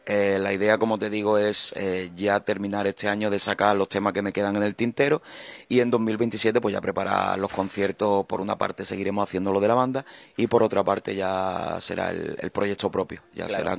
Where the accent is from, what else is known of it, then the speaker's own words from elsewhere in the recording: Málaga, Andalusia, Spain; yo soy amante de mi tierra, amante de Málaga.